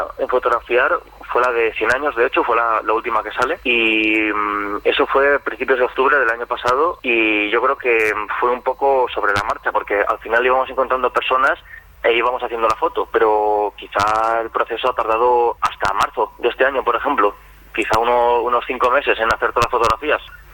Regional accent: El Burgo de Osma, Castile and León, Spain; mi pueblo, que es el Burgo de Osma.

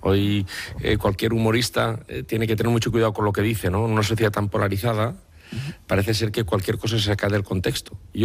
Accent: Valencian Community, Spain

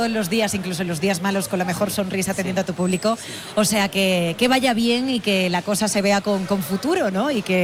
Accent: Almería, Andalusia, Spain; Compramos mucho lo nuestro, somos los almerienses.

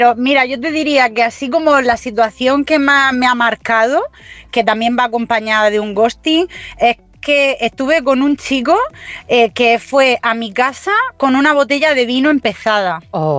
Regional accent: Region of Murcia, Spain; Pero soy murciana, soy murciana.

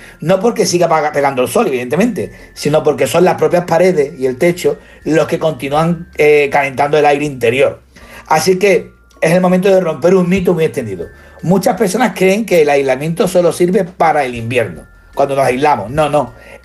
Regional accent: Seville, Andalusia, Spain

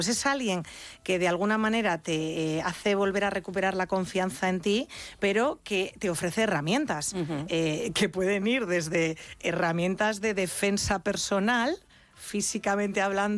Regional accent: León, Castile and León, Spain; born there; Toda mi familia es gallega, aunque yo nací en León.

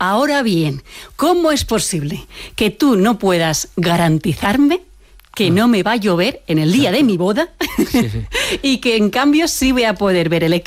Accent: Castilla-La Mancha, Spain; Entonces, yo soy niña de la serranía de Cuenca.

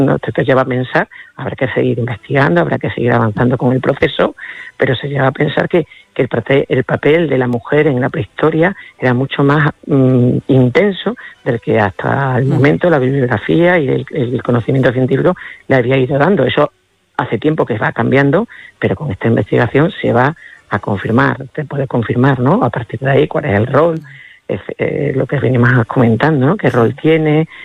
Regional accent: Extremadura, Spain; que es casi tanto más calor que el que hace en mi tierra aquí en Extremadura

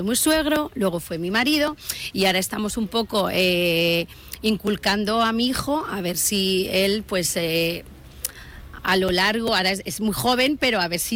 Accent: Cuerva, Castilla-La Mancha, Spain; Venimos de Cuerva, de un pueblecito que está al lado de Pulgar, estamos a 30 kilómetros, igual, y somos una empresa familiar.

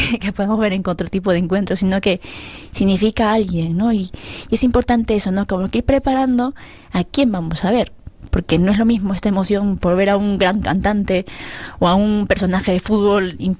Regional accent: Peru; now in Ávila, Spain; yo no soy española, yo soy peruana

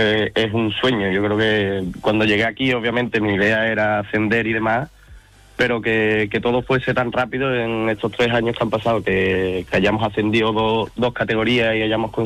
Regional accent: Seville, Andalusia, Spain; Hombre, yo por ejemplo que soy de aquí de Sevilla

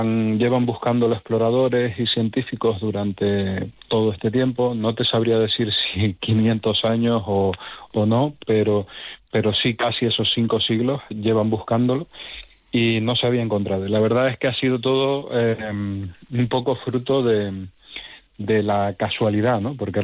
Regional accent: Canary Islands, Spain; now in Tenerife, Spain; Bueno, soy canario, o sea, que subimos y bajamos todos los días a las montañas. Las islas son muy, muy escarpadas y yo vivo en Tenerife

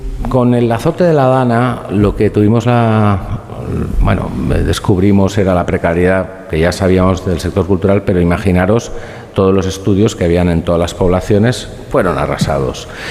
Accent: Valencian Community, Spain; Y como los valencianos somos así de graciosos y que nos lo tomamos todo a cachondeo

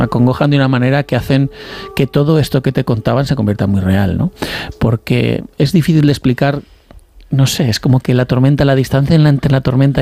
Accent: Spain; como español blanquito que llega allí

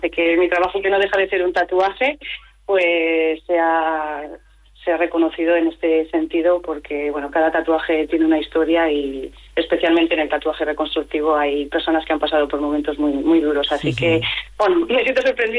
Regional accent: Logroño, La Rioja, Spain; Soy riojana, logroñesa. Bueno, con raíces también valencianas.

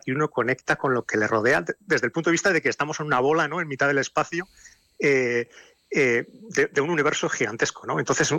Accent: Pamplona, Navarre, Spain

